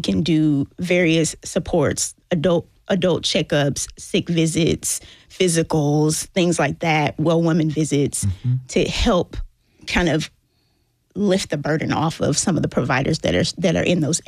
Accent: Columbia, Tennessee, United States; I'm from Murray County.

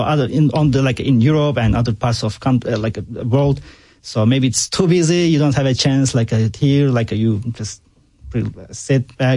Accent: Istanbul, Turkey; English is a second language; now in United States; Yeah. So I grew up in Istanbul.

